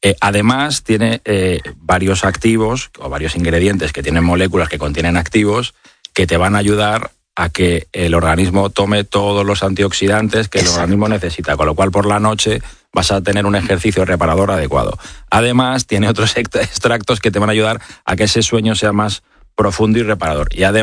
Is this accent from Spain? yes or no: yes; Spain; los españoles, sabes que somos muy cainitas